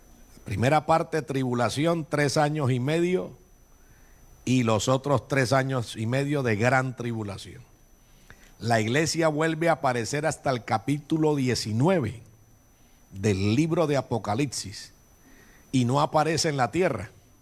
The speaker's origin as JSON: {"language": "Spanish", "town": "Barrancabermeja", "region": "Santander", "country": "Colombia", "tie": "born or raised there", "said": "en Barranca, mi tierra"}